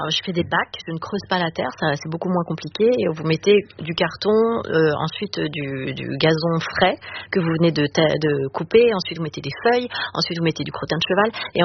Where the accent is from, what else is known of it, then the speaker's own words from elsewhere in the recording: Paris, Île-de-France, France; Je suis parisienne, mais j'ai regardé des tutos et j'ai appris à faire des trucs en lasagne.